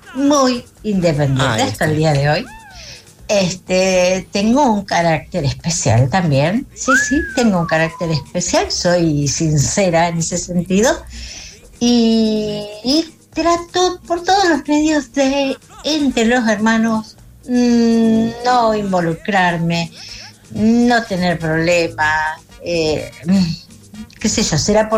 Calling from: Granadero Baigorria, Santa Fe, Argentina; Los saluda … de Granadero Baigorria.

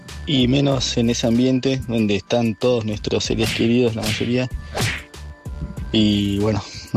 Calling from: Río Negro, Argentina; soy de acá, de Río Negro.

